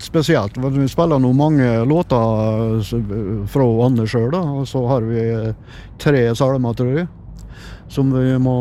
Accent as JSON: {"language": "Norwegian", "town": "Molde", "region": "Møre og Romsdal", "country": "Norway", "said": "Jeg er fra Molde, eller fra en plass som heter Skåla, 2 mil sørafor."}